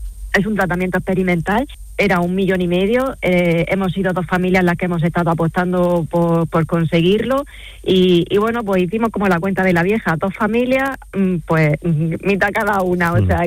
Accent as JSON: {"language": "Spanish", "region": "Region of Murcia", "country": "Spain", "said": "yo soy de Murcia"}